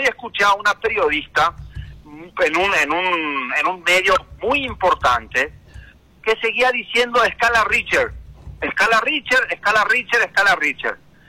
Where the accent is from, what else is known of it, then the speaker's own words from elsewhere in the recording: Paraguay; si somos tolerantes los paraguayos